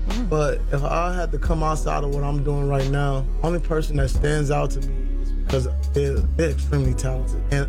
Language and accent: English; Texas, United States; I'm from Texas